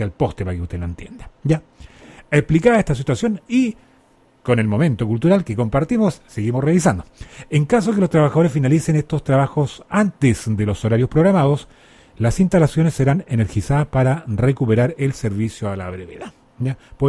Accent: Yungay, Ñuble, Chile; nuestra comuna de Yungay. ¡Pucha, qué linda mi tierra!

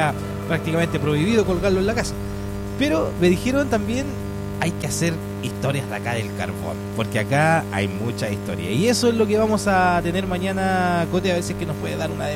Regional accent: Coronel, Biobío, Chile; yo vengo de esa tierra de Schwager

